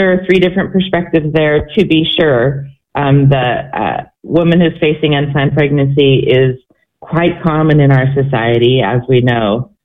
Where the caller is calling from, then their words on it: Boise, Idaho, United States; Actually, I'm calling in from Boise, Idaho. Relocated like 2 years ago.